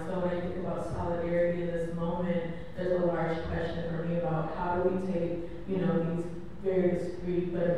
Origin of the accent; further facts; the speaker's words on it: Chicago, Illinois, United States; I'm from Chicago